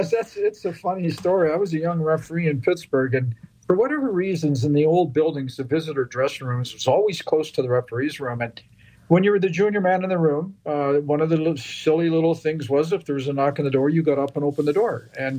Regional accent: Canada; People know that I was from Canada.

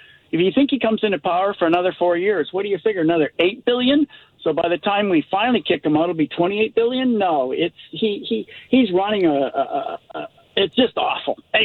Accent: Richmond, British Columbia, Canada; moved away as an adult; I used to live in Richmond I grew up in Richmond for a long time.

